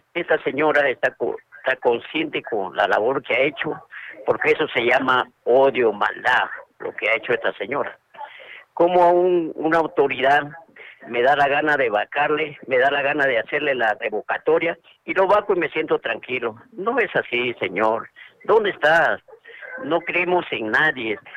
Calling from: Peru; acá en nuestro querido Perú

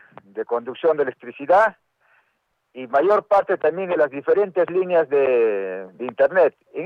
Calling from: Arequipa, Peru; Estoy llamando desde Alto de la Libertad

